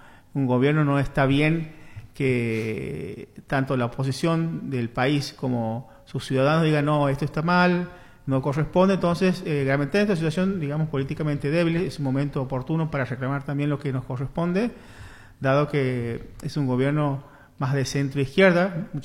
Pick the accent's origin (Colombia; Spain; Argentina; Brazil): Argentina